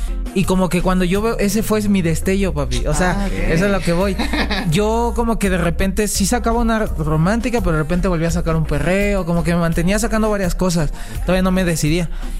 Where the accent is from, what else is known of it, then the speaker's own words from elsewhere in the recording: Tlalnepantla, State of Mexico, Mexico; born there; O sea, yo casi no estoy en Tlalnepantla, pero yo nací en Tlalnepantla y yo represento esa.